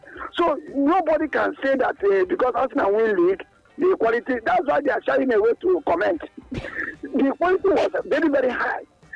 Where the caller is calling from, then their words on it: Ikorodu, Lagos, Nigeria; I'm calling from Ikorodu.